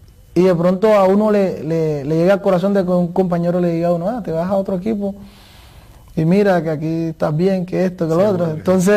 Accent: Cartagena, Bolívar, Colombia; moved away as an adult; now in Abu Dhabi, United Arab Emirates; En San Francisco, el barrio donde yo nací, ¿no? Un barrio muy movido.

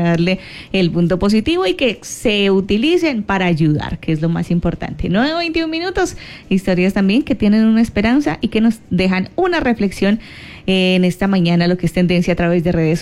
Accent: Colombia; así somos los colombianos

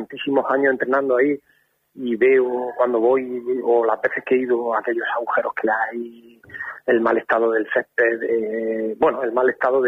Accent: Linares, Andalusia, Spain

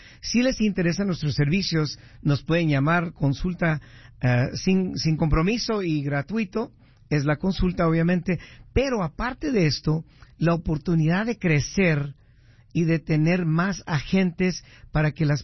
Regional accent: Huntington Park, California, United States; moved away as an adult; also born or lived in East Los Angeles, California; now in Las Vegas, United States; Yo soy por allá, nomás para que sepan. Nací en el este de Los Ángeles, pero crecí en Huntington Park.

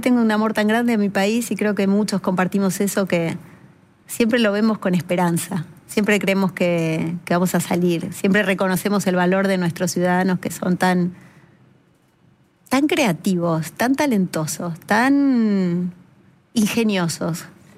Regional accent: Argentina; me gusta hacer las cosas acá, me gusta ser creativa acá, en mi país. Me ofrecieron trabajar en otros países y no sé, como que siempre dije, quiero vivir acá, quiero que mis hijos se críen con una mentalidad argentina también.

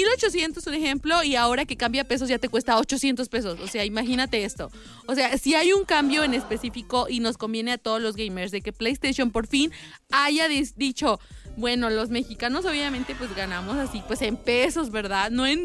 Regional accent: León, Guanajuato, Mexico; ¿Sí creen que los leoneses tenemos el acento así cantadito de dice Alan que sabe?

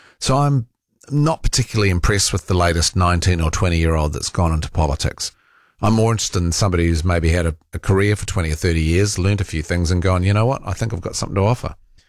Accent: Canada; As a Canadian guy, it's just, you know, going round and round in circles at a great rate of knots.

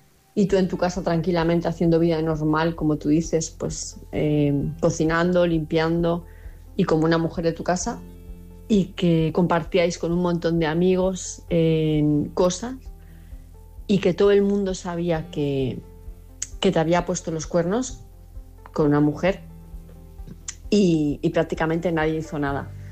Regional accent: Palma de Mallorca, Balearic Islands, Spain; de Palma de Mallorca

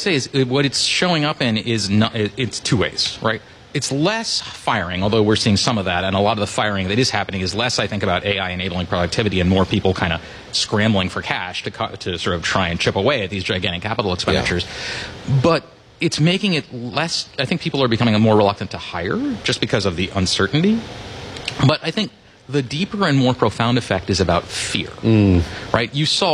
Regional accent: Rockville, Maryland, United States; born or raised there

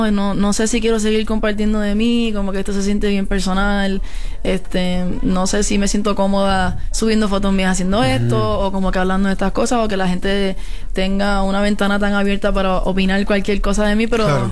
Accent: Añasco, Puerto Rico; Yo todavía estoy en Añasco, en casa, en mi pueblo chiquito

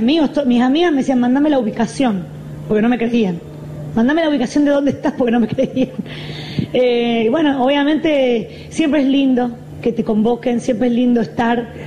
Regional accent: Santa Fe, Argentina; Yo soy santafesina y para mí haberme criado escuchando … es, como decís, es parte de lo que a mí me representa.

